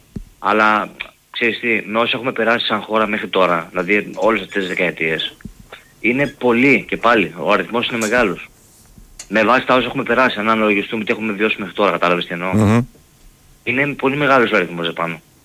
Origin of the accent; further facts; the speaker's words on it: Lesbos, North Aegean, Greece; Πήγα στο νησί μου στη Λέσβο